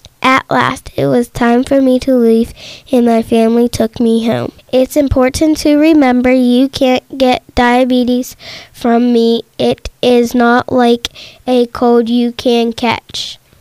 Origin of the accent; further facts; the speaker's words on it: Sligo, Pennsylvania, United States; I'm 7 years old, and I'm from Sligo, Pennsylvania.